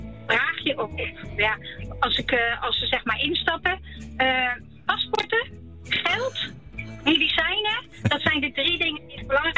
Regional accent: New Zealand; Dutch is a second language; now in Netherlands; Ja, dan ga ik, als het goed is, voor de laatste keer richting mijn geboorteland in Nieuw-Zeeland.

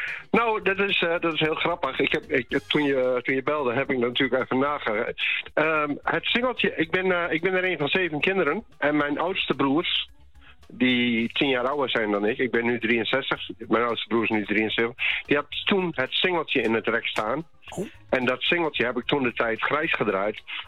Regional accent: Drenthe, Netherlands; born there; also born or lived in Mariahoeve, The Hague; now in Assen, Netherlands; Ik ben Drent van origine.

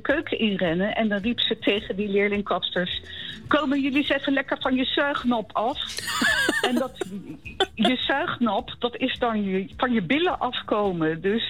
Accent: The Hague, South Holland, Netherlands; Maar als je er opgegroeid bent, dan denk ik dat je als echte Hagenees, want ik ben daar echt geboren en getogen, toch wel plat Haags kunt praten, ja.

